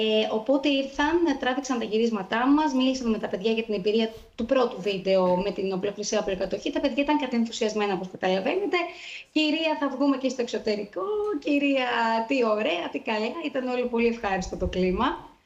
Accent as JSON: {"language": "Greek", "region": "Crete", "country": "Greece", "said": "στο νησί μου"}